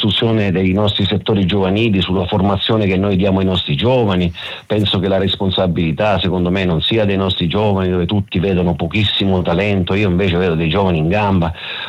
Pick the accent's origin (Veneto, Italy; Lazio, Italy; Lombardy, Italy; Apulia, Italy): Apulia, Italy; Taranto; la mia città natale Taranto